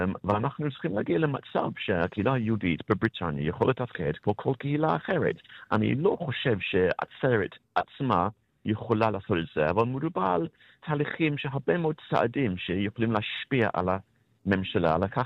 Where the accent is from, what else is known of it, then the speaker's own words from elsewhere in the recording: United Kingdom; אני בריטי